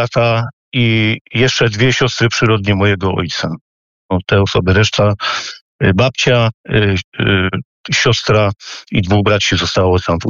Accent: Wadowice, Lesser Poland, Poland; Z Wadowic.

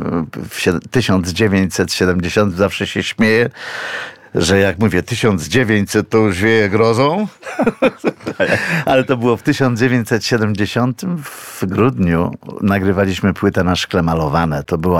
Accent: Łódź, Łódź Voivodeship, Poland; Jestem łodzianinem.

